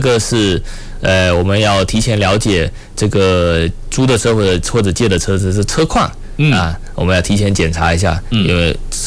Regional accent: Fuzhou, Fujian, China; 因为我是福州人，这个普通话这个翘舌平台智驾和自驾分不清楚啊

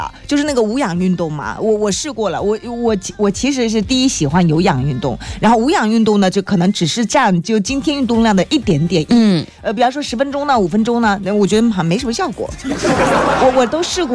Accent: Fuzhou, Fujian, China; 我们福州话

